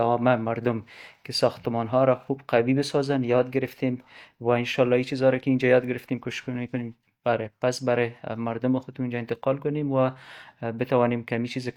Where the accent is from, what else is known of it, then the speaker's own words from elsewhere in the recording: Afghanistan; و ما هم از افغانستان آمدیم